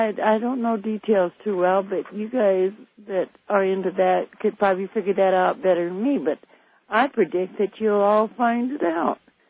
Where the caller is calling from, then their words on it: Hoquiam, Washington, United States; I'm in Hoquiam.